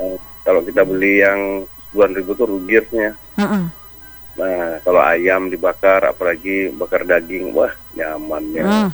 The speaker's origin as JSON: {"language": "Indonesian", "region": "West Java", "country": "Indonesia", "said": "Kita Sunda teh lupa teh, enak tuh apa ya?"}